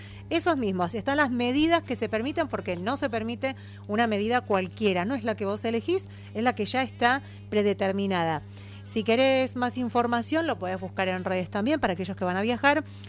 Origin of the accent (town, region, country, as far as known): Argentina